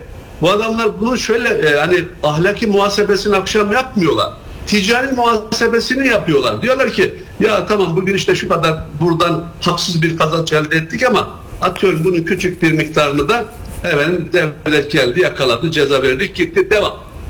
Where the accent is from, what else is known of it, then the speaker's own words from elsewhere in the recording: Kars, Turkey; ben şu anda Kars'tan sizinle konuşuyorum. Benim memleketim burası.